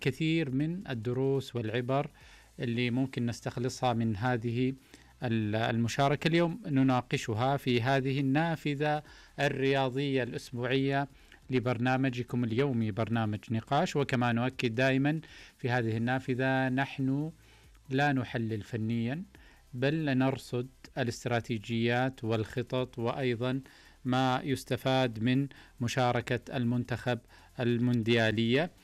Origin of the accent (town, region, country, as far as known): Saudi Arabia